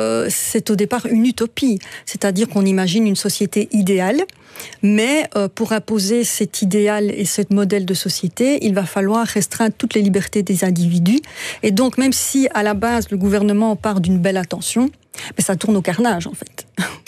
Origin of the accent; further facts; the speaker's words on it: Belgium; je suis belge